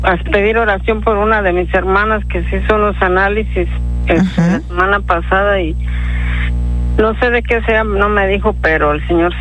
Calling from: Taylor, Texas, United States; Llamando de Taylor, Texas

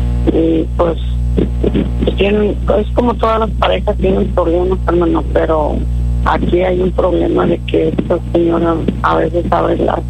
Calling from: Reynosa, Tamaulipas, Mexico; Hablo de Reynosa

